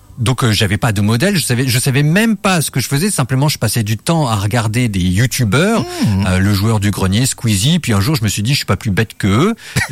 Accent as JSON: {"language": "French", "country": "France", "said": "parce que nous, quand on vient de France, l'île Maurice, c'est le haut du panier."}